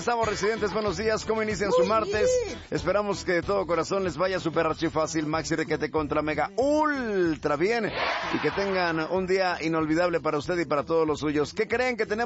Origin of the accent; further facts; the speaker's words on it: Guadalajara, Jalisco, Mexico; Yo soy de Guadalajara, entonces dije, si es una taquería a la que yo acudí, voy y trato de contactar a la persona para más rápido y ver si puedo llegar a algún acuerdo.